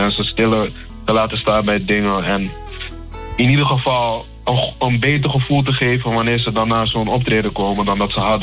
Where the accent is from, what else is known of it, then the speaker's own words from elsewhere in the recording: Netherlands; ik ben in Nederland opgegroeid, ook hier geboren, maar ik ga heel vaak terug naar Ghana en heb sterke roots daar.